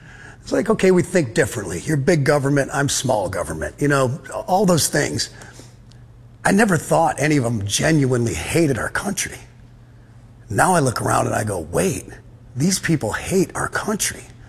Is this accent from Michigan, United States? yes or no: yes; Dearborn, Michigan, United States; born there; Well, number one, I was born in Dearborn, Michigan. So was my father, raised there. My grandfather raised him there.